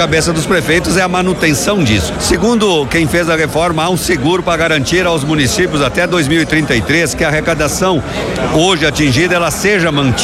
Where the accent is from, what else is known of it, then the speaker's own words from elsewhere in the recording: São Marcos, Rio Grande do Sul, Brazil; São Marcos, a minha terra